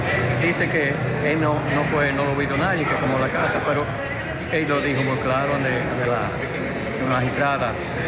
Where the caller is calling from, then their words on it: San José de las Matas, Santiago, Dominican Republic; Yo vivo en San José de las Matas y yo vivo en la organización Estrella, en la calle Primavera.